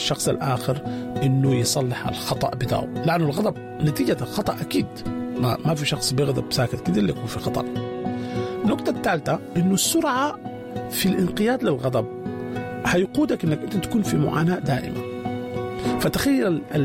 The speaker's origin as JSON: {"language": "Arabic", "country": "Sudan", "said": "وعندنا في السودان يقول زول ده أحمقنجي"}